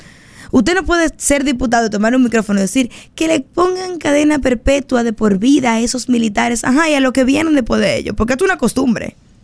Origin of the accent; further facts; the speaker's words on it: Dominican Republic; eso es lo que a mí me preocupa y me ocupa como dominicana.